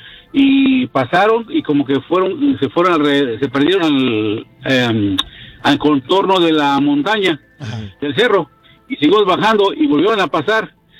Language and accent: Spanish; Cuautla, Morelos, Mexico; yo soy oriundo de Cuautla, Morelos